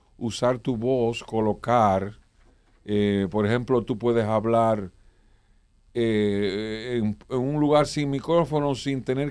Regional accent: Miches, El Seibo, Dominican Republic; also born or lived in Nagua; Si yo me crié en un campito sin luz que se llamaba la Colonia del Cedro de Miche, porque venimos de Nagua, yo de un año

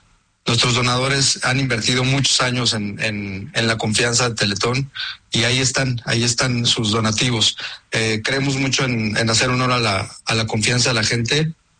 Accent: Mexico

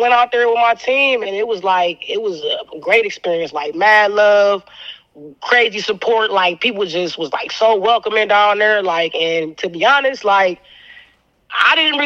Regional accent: Cleveland, Ohio, United States; Because I'm from Cleveland, Ohio, you know what I'm saying? So I do a lot of shows here.

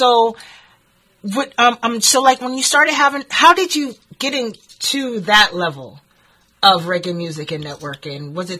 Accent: United States; born there; I mean, I was born in America, obviously. People know that, even though my family is from Jamaica, I have yet to go.

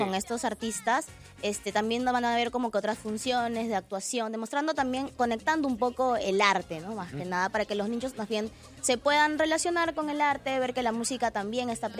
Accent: Peru; nosotros como peruanos debemos aprender

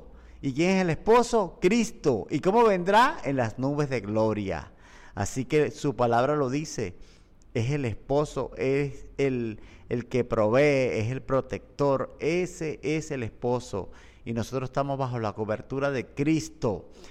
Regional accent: Venezuela; born there; moved away; Ella fue mi pastora en tiempos de mi adolescencia en Venezuela.

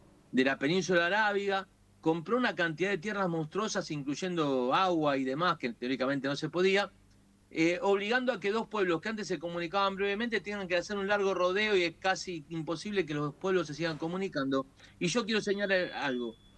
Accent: Argentina

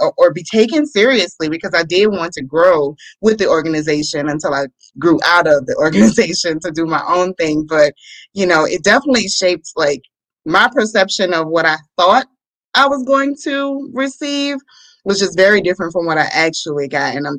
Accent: New Orleans, Louisiana, United States; now in Houston, United States; growing up in New Orleans, it was never really a major factor because there's so many different cultures that are represented.

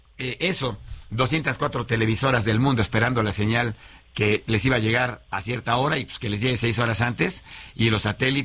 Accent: Mexico; Yo soy mexicano, amo a mi país

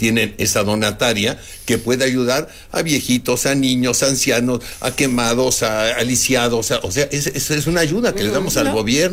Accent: Mexico City, Mexico; born there; Yo nací en la Lagunilla, por eso lo menciono.

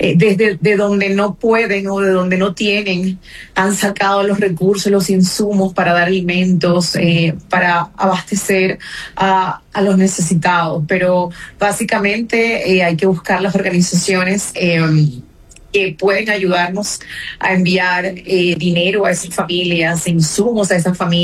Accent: Mexico; con los rescatistas que han estado mandando ayuda a mi país, que ya están en mi país salvando vidas.

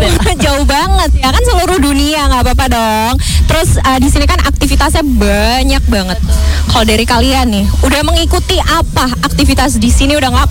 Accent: Semarang, Central Java, Indonesia; Aku orang Semarang kebetulan, tapi enggak pernah tahu nama jalan.

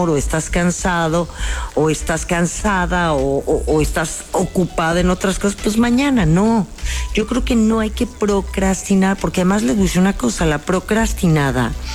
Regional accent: Mexico; así somos los mexicanos

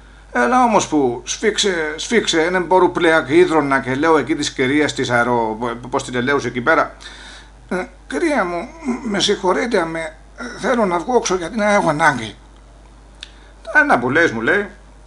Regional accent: Olympos, South Aegean, Greece; έχω και εγώ λόγο να πω γιατί να είμαι από την Όλυμπο της Καρπάδου

